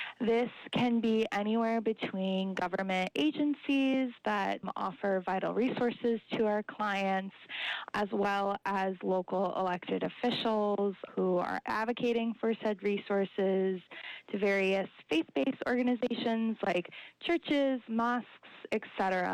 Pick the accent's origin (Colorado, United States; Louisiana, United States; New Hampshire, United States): Louisiana, United States; New Orleans; now in Michigan, United States; So I am not actually originally from Michigan. I'm originally from New Orleans.